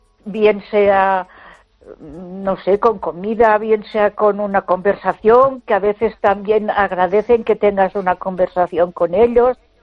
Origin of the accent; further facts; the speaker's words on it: Ponferrada, Castile and León, Spain; Buenas noches, Esther. … de Ponferrada.